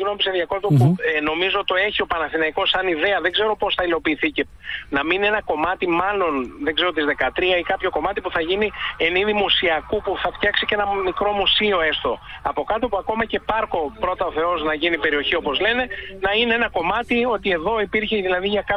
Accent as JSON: {"language": "Greek", "town": "Athens", "region": "Attica", "country": "Greece", "tie": "born or raised there", "said": "Κοίτα, είναι 2 στενά, είμαι πίσω από τη Γαδά ουσιαστικά, Πανόρμο και Αλεξάνδρας."}